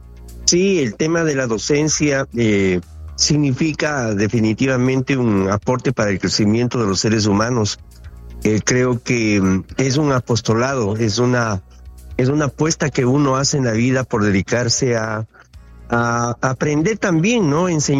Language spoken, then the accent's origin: Spanish; Ecuador; en Ecuador, yo soy de Ecuador